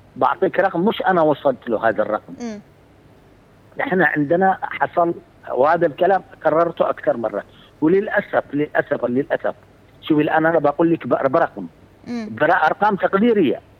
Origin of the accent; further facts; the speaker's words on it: Aden, Yemen; أنا سأتحدث عن مدينتي، عن مدينة عدن.